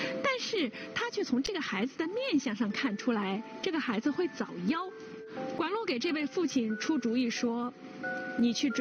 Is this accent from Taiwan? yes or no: no; China